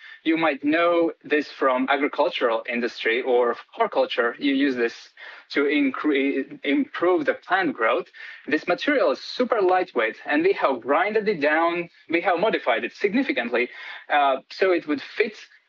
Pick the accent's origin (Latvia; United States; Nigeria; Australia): Latvia; English is a second language; moved away as an adult; I'm originally from Latvia. I'm doing my PhD here, and I live here for the last 3 years, and I love your beautiful country.